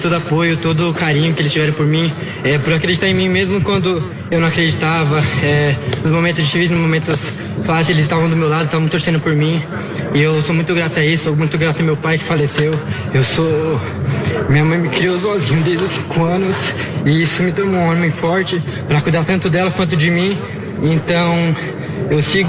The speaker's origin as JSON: {"language": "Portuguese", "region": "São Paulo", "country": "Brazil", "said": "eu vim lá da Zona Sul de São Paulo, eu batalhei muito para chegar até aqui"}